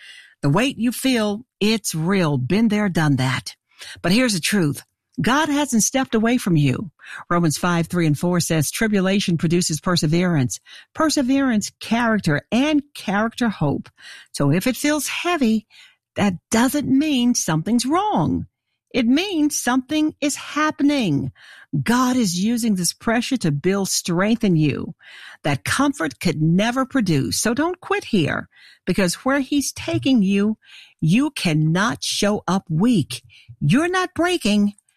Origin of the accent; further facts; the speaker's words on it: Arkansas, United States; we were growing up in Arkansas.